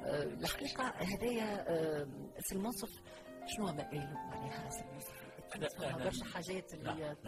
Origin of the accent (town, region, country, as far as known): Tunisia